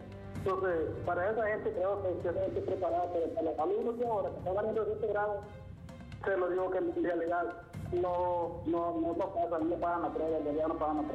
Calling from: El Triunfo, Choluteca, Honduras; Yo vivo en Triunfo, en una aldea de Triunfo, no había colegio en Triunfo.

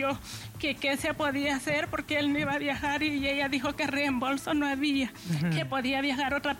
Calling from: Spain; Yo vivo en España, yo soy residente en España.

